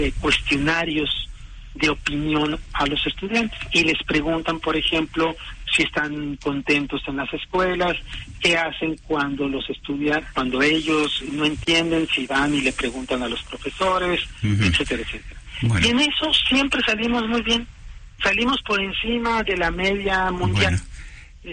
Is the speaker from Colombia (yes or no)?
no; Mexico